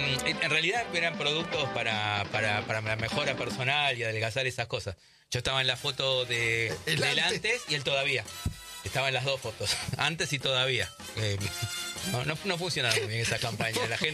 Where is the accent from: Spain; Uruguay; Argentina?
Uruguay; Yo soy uruguayo